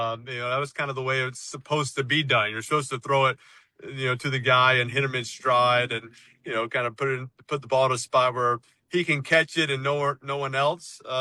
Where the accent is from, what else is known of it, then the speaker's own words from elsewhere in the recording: New Orleans, Louisiana, United States; I grew up in New Orleans. I knew what a parade was.